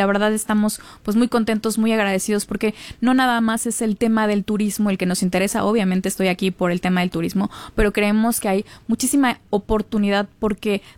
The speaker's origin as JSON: {"language": "Spanish", "town": "Huatulco", "region": "Oaxaca", "country": "Mexico", "tie": "born or raised there", "said": "soy habitante y porque a pesar de que no nací en Huatulco, yo me considero huatulqueña porque llegué desde los 5 años."}